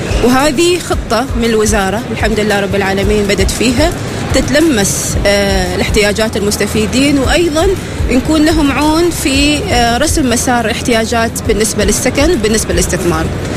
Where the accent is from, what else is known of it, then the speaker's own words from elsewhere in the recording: Oman; من ضمن الأسئلة كان أنه إيش أنا راح أستفيد أنا كعماني، وكيف إيش الخيارات المناسبة لي؟